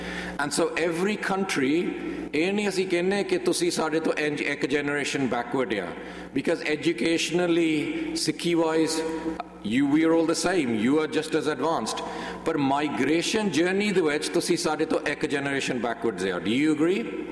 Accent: England, United Kingdom; ਅਸੀਂ ਇੰਗਲੈਂਡ ਦੇ ਸਿੱਖ ਹਾਂ, ਸੋ to give you a background on me

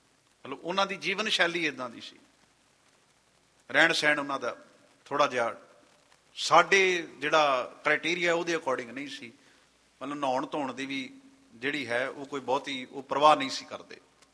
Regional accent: Punjab, India; ਮਤਲਬ ਮੈਂ ਮਾਝੇ ਦਾ ਰਹਿਣ ਵਾਲਾ, ਜਿੰਨੇ ਕੁ ਸਾਡੇ ਪਿੰਡਾਂ ਵਿੱਚ ਨੇ ਵਿਰਲੇ ਟਾਵੇਂ ਪਰਿਵਾਰ ਹੁੰਦੇ ਨੇ, ਦੋ ਚਾਰ ਪਰਿਵਾਰ ਇੱਦਾਂ ਹੁੰਦੇ ਨੇ।

